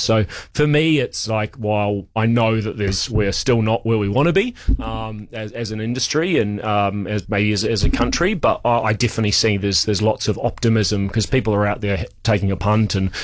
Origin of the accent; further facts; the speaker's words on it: Christchurch, Canterbury, New Zealand; moved away as an adult; also born or lived in Sydney, Australia / Wellington; I'm originally from Christchurch, spent 9 months in Wellington. That was 20 years ago. And I went on holiday to Sydney and got stuck for 18 years.